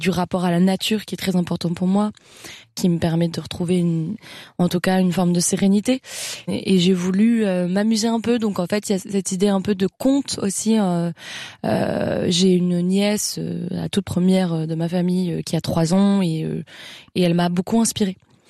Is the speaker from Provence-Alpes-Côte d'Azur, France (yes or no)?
no; Paris, Île-de-France, France; je pense que ça vient du fait que j'ai grandi à Paris et que Paris est une ville très mélangée, avec des gens de partout.